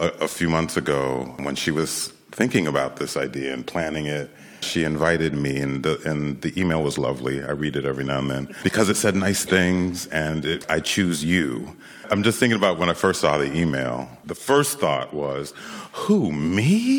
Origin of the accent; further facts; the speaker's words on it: Rochester, New York, United States; Born and raised in Rochester, New York.